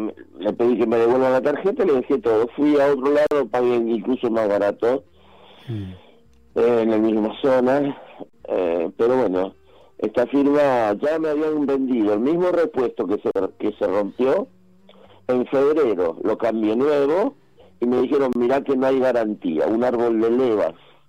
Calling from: Villa Ballester, Buenos Aires Province, Argentina; de Villa Ballester.

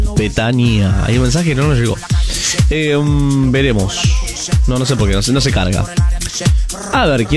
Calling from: Cañada de Gómez, Santa Fe, Argentina

